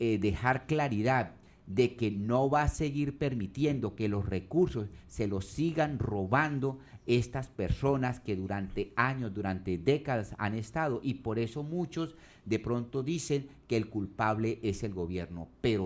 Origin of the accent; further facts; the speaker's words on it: Colombia; ese derecho que tenemos como ciudadanos colombianos